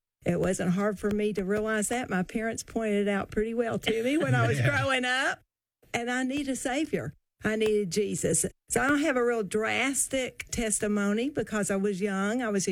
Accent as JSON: {"language": "English", "region": "Tennessee", "country": "United States", "also_born_or_lived": "California / New York / Europe / Georgia", "said": "Even though I'm from Tennessee, I've lived in California, New York, Europe, Georgia, Oklahoma, and I'm back in Tennessee, Ohio, and Philadelphia."}